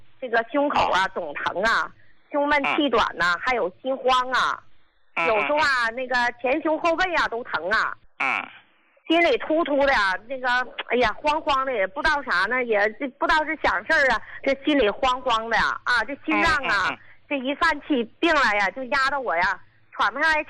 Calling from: Qinhuangdao, Hebei, China; 我是秦皇岛的，

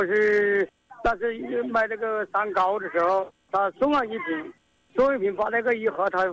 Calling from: Wuhan, Hubei, China; 我是黄陂地区的。

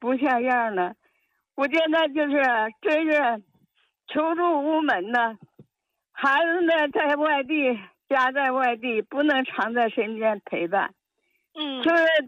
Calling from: Qiqihar, Heilongjiang, China; 我是齐齐哈尔大民屯的，

